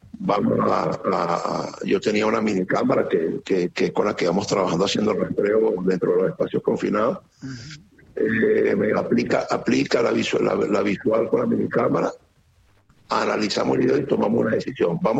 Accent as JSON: {"language": "Spanish", "country": "El Salvador", "said": "Yo vengo de El Salvador"}